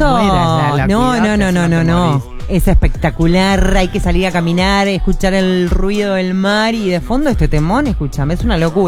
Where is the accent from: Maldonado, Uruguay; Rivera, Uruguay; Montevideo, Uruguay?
Maldonado, Uruguay; Punta del Este; como esteños todos somos hinchas de Lobos